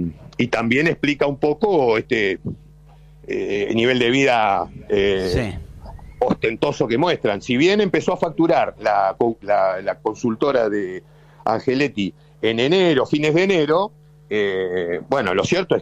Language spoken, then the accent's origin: Spanish; Argentina; como ciudadano argentino, la verdad que me da tristeza que sea nuestro presidente un tipo tan desequilibrado